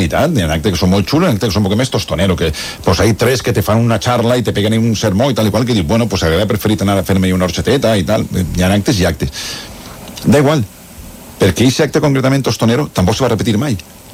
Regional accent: Benaguasil, Valencian Community, Spain; i és Sant Lluís Gonzaga, per exemple, en Benaguasil, jo parlo del meu poble

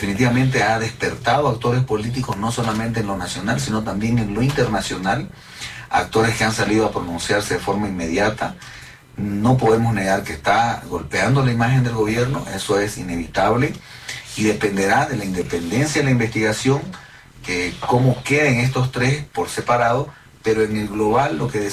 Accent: Bolivia; como legisladores, como bolivianos, todos

